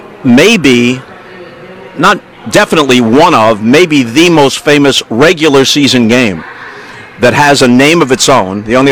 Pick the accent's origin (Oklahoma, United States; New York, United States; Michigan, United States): New York, United States; Absolutely. I grew up on Long Island.